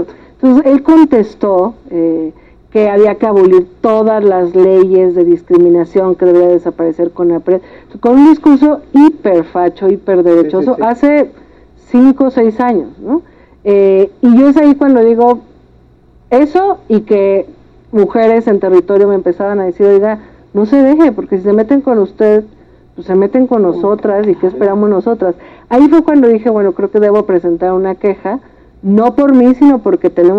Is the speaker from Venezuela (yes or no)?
no; Mexico; como mexicanas y mexicanos, ¿no? Somos parte de una historia, y este momento de la historia de nuestro país